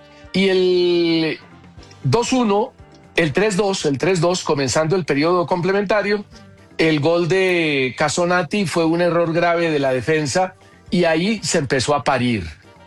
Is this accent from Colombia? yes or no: yes; Colombia; Así somos nosotros los colombianos.